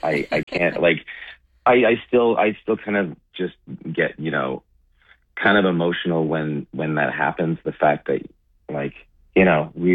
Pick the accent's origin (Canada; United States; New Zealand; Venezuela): Canada; Alberta; moved away as an adult; also born or lived in Edmonton / Fort McMurray; now in Toronto, Canada; So I was born and raised in Alberta. Born in Edmonton, spent some time up in Fort McMurray for high school.